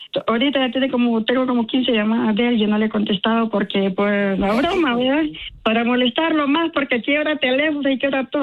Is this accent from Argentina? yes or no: no; Honduras; Soy hondureña, pero soy mujer de un solo hombre.